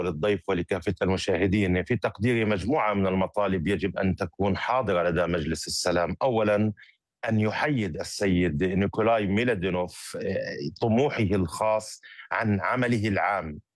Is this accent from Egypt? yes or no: no; Palestine; نحن كشعب فلسطيني